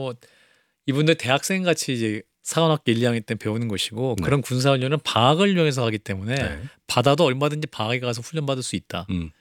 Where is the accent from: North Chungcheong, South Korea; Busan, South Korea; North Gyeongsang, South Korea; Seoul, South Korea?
North Chungcheong, South Korea; Cheongju; 제 고향 청주 공군산업학교 있습니다.